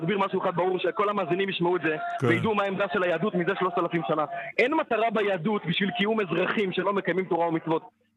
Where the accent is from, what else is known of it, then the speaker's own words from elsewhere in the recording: Beit Shemesh, Jerusalem District, Israel; אני אברך בן 27, הגעתי מבית שמש.